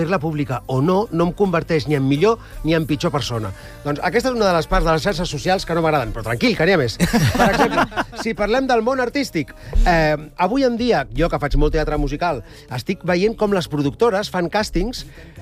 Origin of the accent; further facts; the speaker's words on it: Catalonia, Spain; sóc català, visc a Catalunya